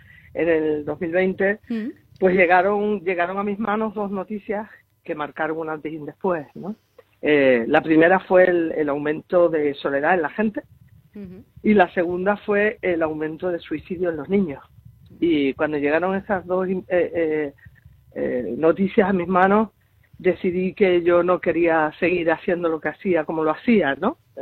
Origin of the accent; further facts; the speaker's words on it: Arrecife, Canary Islands, Spain; ya está empezando a ver la luz en mi tierra, ¿no? En Arrecife.